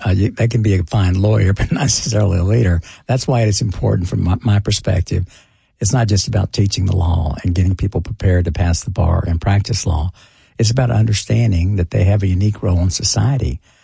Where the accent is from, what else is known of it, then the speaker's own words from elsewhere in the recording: Houston, Texas, United States; moved away as an adult; also born or lived in Austin / Washington, D.C.; now in Nashville, United States; It's small. Grew up in Houston, and we lived in Austin for a lump and Washington, D.C. for some period of time.